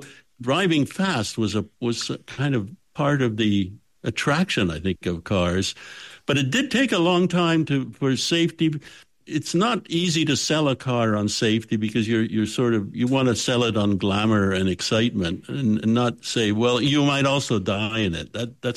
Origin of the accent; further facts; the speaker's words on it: Canada; I grew up in Canada, which is, of course, very cold